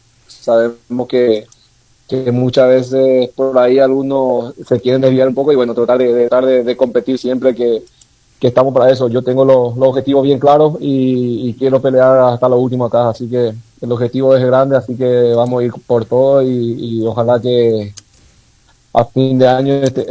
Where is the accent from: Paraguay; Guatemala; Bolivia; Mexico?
Paraguay; moved away as an adult; now in Mendoza, Argentina; yo tenía la oportunidad de seguir ahí en mi país